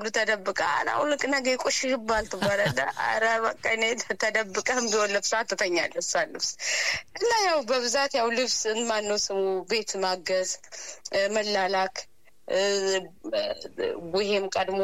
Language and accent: Amharic; Majete, Amhara, Ethiopia; born there; እኛ አካባቢ ደግሞ ሞር ፍየልም ላፋር ክረብ ስለሚቃ የተወለድኩበት አካባቢ ማጅቴ ፍየልም በደንብ እንጠቀማለን